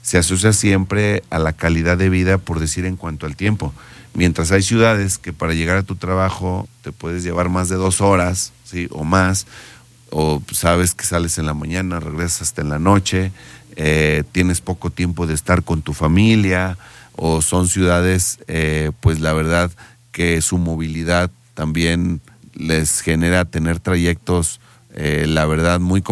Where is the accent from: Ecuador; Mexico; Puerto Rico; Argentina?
Mexico